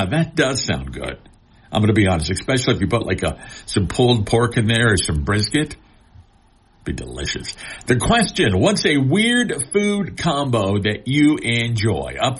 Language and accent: English; Sedalia, Missouri, United States; born or raised there; moved away